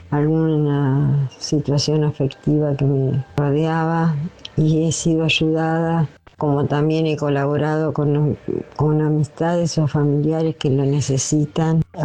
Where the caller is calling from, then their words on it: Lincoln, Buenos Aires Province, Argentina; desde Lincoln.